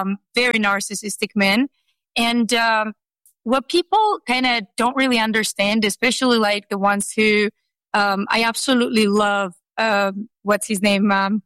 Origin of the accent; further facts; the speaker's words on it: Georgia; I grew up in Shevardnadze's Georgia. I was born and was in school during Shevardnadze's Georgia and then grew up and went to college during Saakashvili.